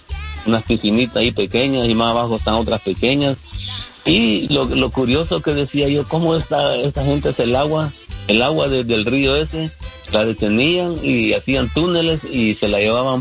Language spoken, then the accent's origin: Spanish; Juayúa, Sonsonate, El Salvador; soy de esa área